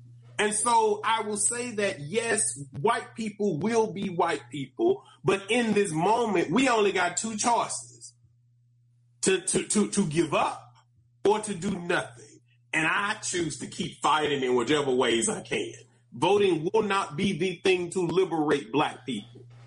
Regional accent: United States; as an American who study American politics

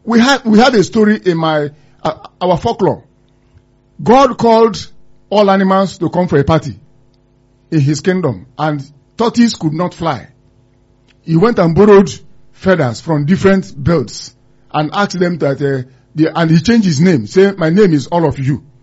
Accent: Anambra, Nigeria; I'm from Anambra State.

